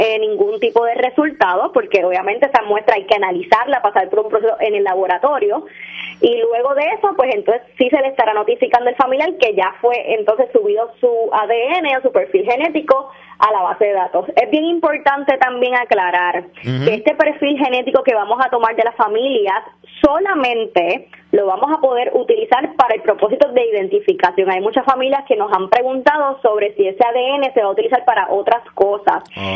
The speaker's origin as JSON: {"language": "Spanish", "town": "Juana Díaz", "country": "Puerto Rico", "tie": "born or raised there", "also_born_or_lived": "Ponce", "said": "Yo nací en Ponce y me crié en Juana Díaz."}